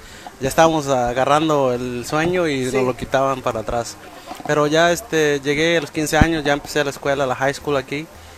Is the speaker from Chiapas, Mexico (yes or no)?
no; Nayarit, Mexico; born there; yo nací en Nayarit, en un rancho que no aparece.